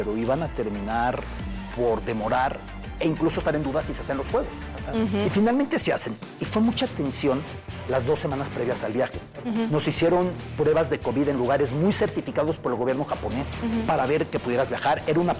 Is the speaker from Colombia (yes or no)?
no; Mexico; Pero cuando empecé a decirles, soy mexicano, empecé a decirles en ruso.